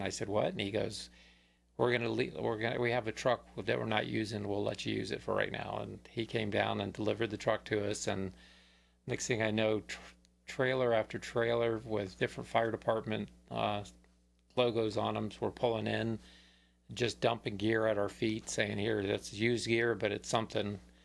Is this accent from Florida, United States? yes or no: yes; Florida, United States